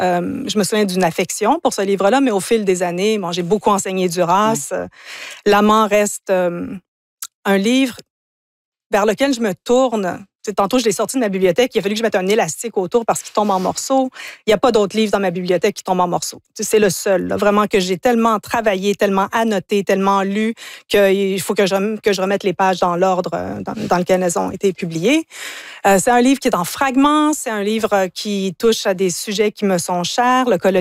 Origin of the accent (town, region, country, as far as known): Ontario, Canada; born or raised there; French is a second language; also born or lived in United States / England